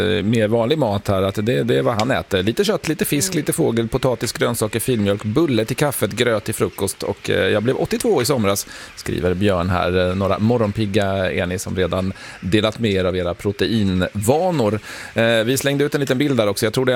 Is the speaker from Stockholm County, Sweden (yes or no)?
no; Östergötland, Sweden; Så att ja, det finns en del att glädjas åt som östgöte här